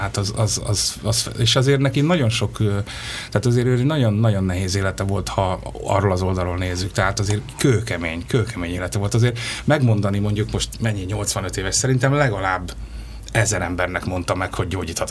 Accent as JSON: {"language": "Hungarian", "country": "Hungary", "said": "Most ha itt te születtünk, akkor miért ne vágjuk már egyrészt jó pofát hozzá, másrészt hihetetlen jó helyen élünk."}